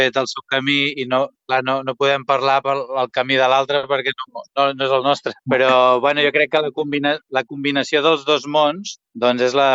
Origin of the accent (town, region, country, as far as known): Figueres, Catalonia, Spain; born there